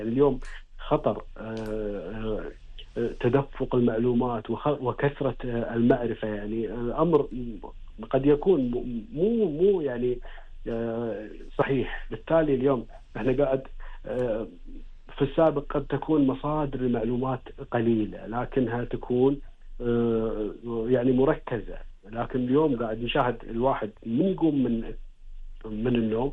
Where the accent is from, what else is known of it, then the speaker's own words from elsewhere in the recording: Kuwait; سردية خاصة فينا ككويتيين،